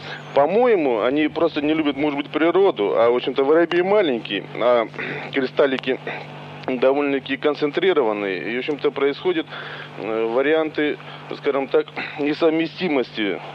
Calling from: Moscow, Russia; мы с воробьем тоже московские оба

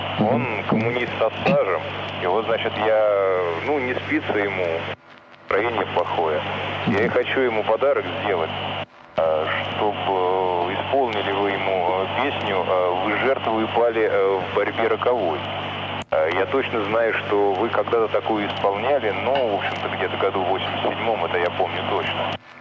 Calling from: Volgograd, Volgograd Oblast, Russia; Я, значит, из Волгограда

